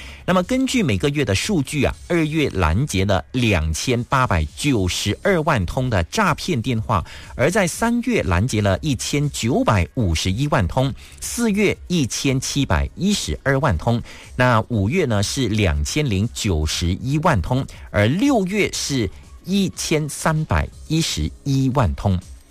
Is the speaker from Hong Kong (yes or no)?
no; Malaysia; 保护到我们马来西亚人的权益啊